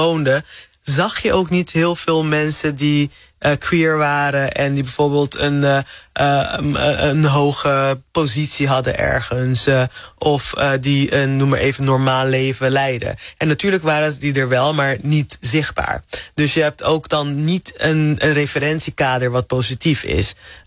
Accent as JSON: {"language": "Dutch", "country": "Curaçao", "tie": "born or raised there", "said": "het doet me echt denken aan mijn jeugd op Curaçao"}